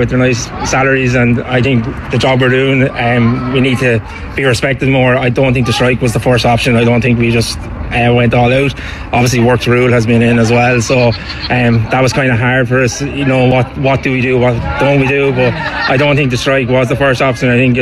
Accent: Wexford, Leinster, Ireland; moved away as an adult; now in Dublin, Ireland; I'm from Wexford originally, and I've been living in Dublin since I left school at 18

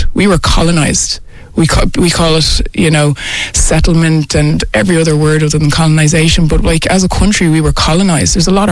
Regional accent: Bray, Leinster, Ireland; accent: Irish; I sound Irish. I believe behave like an Irish person. I'm born and raised here in the 80s myself by an Irish mom. I grew up here, was educated here, played for my country across the world

